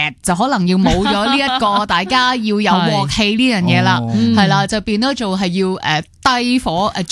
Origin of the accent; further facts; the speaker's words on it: Hong Kong; 我哋香港人